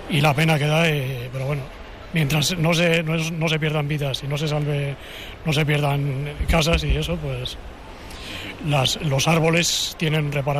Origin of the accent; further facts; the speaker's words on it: Bustares, Castilla-La Mancha, Spain; Buenos días … soy de Bustares, y nada, vinimos ayer.